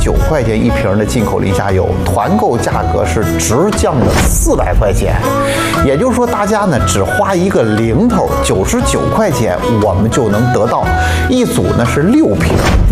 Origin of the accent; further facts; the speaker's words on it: Xuzhou, Jiangsu, China; 来自徐州的